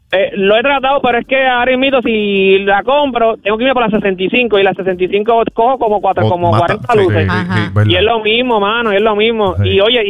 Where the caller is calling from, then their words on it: Carolina, Puerto Rico; yo vivo en el área de Carolina y trabajo en Bayamón.